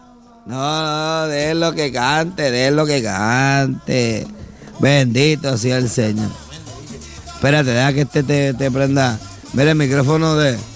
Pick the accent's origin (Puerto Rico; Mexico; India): Puerto Rico; Bayamón; Si yo digo que soy de Bayamón, ellos son de Sidra.